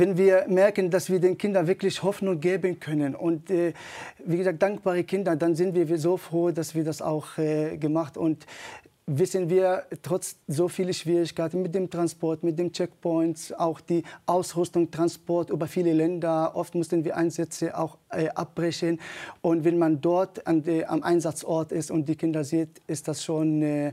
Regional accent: Nazareth, Northern District, Israel; now in Lünen, Germany; Ich bin in Nazareth geboren und aufgewachsen.

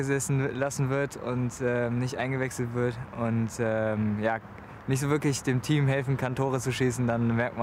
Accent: Cologne, North Rhine-Westphalia, Germany; Ich denke, dass kann man als Kölner fast schon mit einer Tour de France-Etappe gleichstellen.

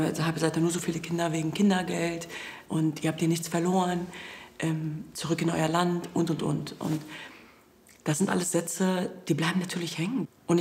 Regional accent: Hanover, Lower Saxony, Germany; born or raised there

